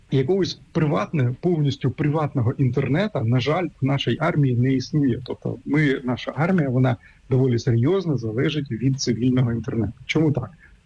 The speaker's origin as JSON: {"language": "Ukrainian", "region": "Sumy Oblast", "country": "Ukraine", "tie": "born or raised there", "said": "наприклад, мою рідну Сумську область"}